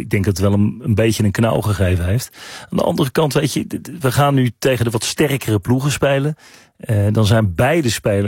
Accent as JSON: {"language": "Dutch", "country": "Netherlands", "said": "als Nederlanders zijnde"}